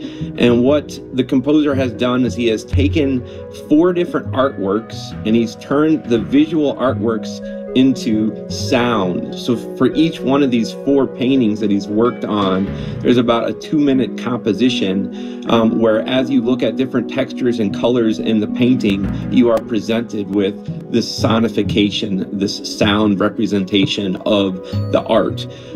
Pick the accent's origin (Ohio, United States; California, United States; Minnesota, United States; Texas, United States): Minnesota, United States; Rochester; I'm from Rochester, Minnesota, and I'm a trombonist who is interested in jazz music.